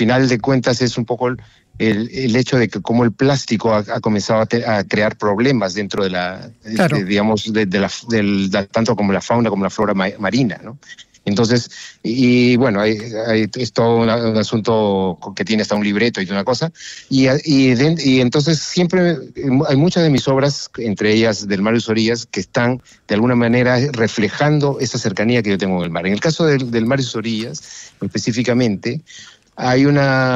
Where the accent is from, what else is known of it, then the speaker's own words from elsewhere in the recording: Chimbote, Ancash, Peru; como yo soy de Chimbote es un puerto y siempre está obligado al mar, siempre está cerca del mar